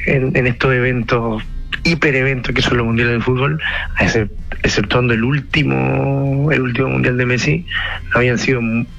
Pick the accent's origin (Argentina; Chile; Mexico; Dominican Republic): Chile; now in Barcelona, Spain; Peor somos nosotros los chilenos que ni estamos.